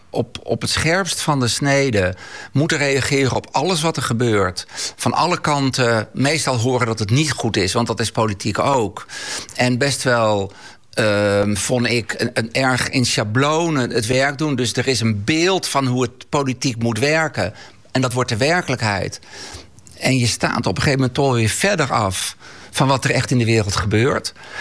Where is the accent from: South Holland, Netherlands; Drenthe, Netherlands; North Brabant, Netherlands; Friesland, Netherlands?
Friesland, Netherlands; Sneek; Ik kom uit Sneek en wij gingen boodschappen doen in Leeuwarden. Dus voor mij betekent Leeuwarden iets.